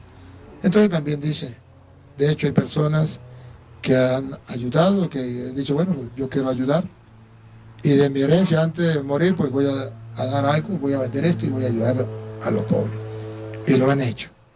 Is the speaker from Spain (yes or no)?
no; Venezuela; pues yo vengo de Venezuela, y ustedes saben la situación que está pasando en Venezuela